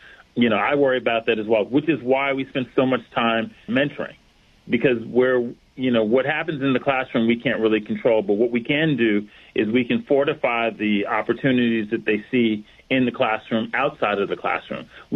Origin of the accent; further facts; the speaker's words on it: New York City, New York, United States; being a New Yorker, having been here when 9/11 took place